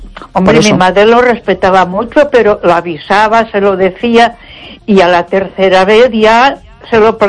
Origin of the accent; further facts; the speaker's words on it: Barcelona, Catalonia, Spain; moved away as an adult; now in Ponferrada, Spain; me crié en Barcelona.